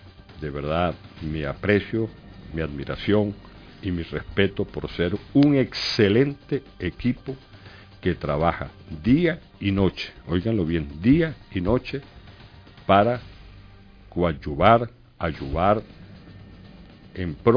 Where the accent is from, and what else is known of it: Venezuela; now in La Guaira, Venezuela